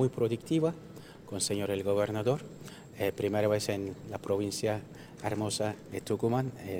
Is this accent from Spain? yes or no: no; Turkey; Spanish is a second language; moved away; la cooperación entre Turquía, mi país